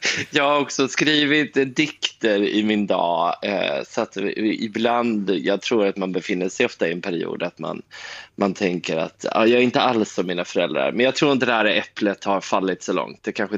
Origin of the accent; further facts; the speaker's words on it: Halmstad, Halland County, Sweden; born there; moved away; när jag bodde hemma i Halmstad.